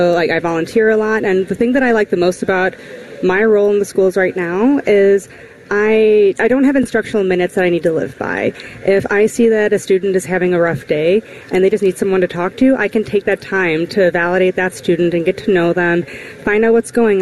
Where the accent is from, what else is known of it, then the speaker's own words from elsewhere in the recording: Bolingbrook, Illinois, United States; I grew up in Will County. So I'm okay. originally from Bolingbrook, Illinois.